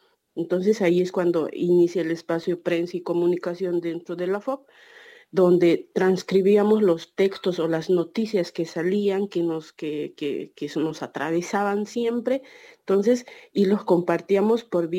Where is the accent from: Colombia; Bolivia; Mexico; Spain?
Bolivia; now in Buenos Aires, Argentina; soy una personita aymara, soy y vengo de un pueblo originario del mal llamado Bolivia. Soy migrante en términos de papeles aquí en Argentina, radico en Argentina, ya hace casi 17, 16 años, casi ya.